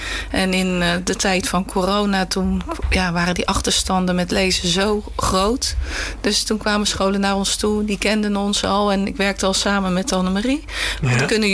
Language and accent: Dutch; Fijnaart, North Brabant, Netherlands; ik kom uit Feyenaard, Noord-Brabant.